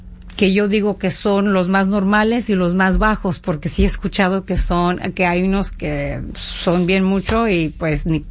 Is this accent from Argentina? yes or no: no; Mexico; soy mexicana